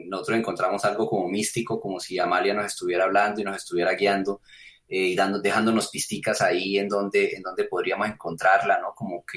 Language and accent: Spanish; Málaga, Santander, Colombia; born there; yo nací en Málaga, Santander, en un pueblo metido en las montañas de la cordillera oriental de los Andes, con difícil acceso, un pueblo que no se relaciona con Bucaramanga